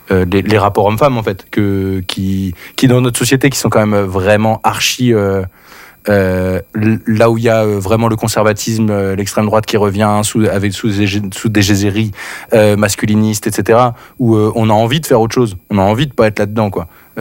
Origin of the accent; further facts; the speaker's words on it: Hauts-de-France, France; born there; c'est le nom d'une rivière qui coule là où près de là où je suis né, dans le Pas-de-Calais, en Artois.